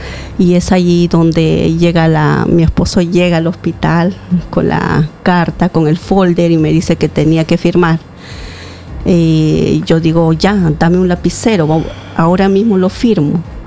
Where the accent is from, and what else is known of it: Pasco, Peru; moved away as an adult; now in Lima, Peru